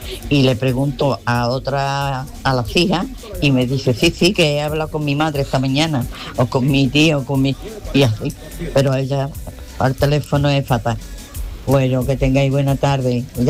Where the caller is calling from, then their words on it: Alcalá, Spain; Hola, buenas tardes, equipo. … de Alcalá.